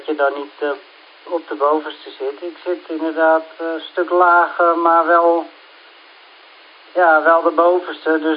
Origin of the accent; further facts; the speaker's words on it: Heemskerk, North Holland, Netherlands; uit Heemskerk. Ja, ik woon op de grens Heemskerk-Beverwijk.